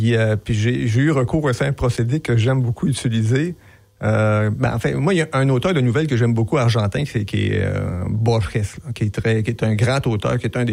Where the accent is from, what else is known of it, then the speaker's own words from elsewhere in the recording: Montreal, Quebec, Canada; moved away as an adult; also born or lived in Abitibi / South America; now in Longueuil, Canada; Je suis né à Hochelaga-Maisonneuve. J'ai passé les 23 premières années de ma vie. Ensuite, je suis parti en Abitibi là, pour travailler dans les mines, tout ça. Après ça, en Amérique du Sud, mais quand je suis revenu d'Amérique du Sud, on a déménagé à Longueuil, oui.